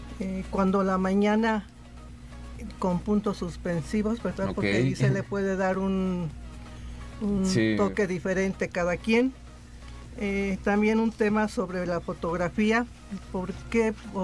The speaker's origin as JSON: {"language": "Spanish", "region": "San Luis Potosí", "country": "Mexico", "said": "Yo soy del barrio de Tlaxcala, okay, el primer barrio de la ciudad de San Luis Potosí."}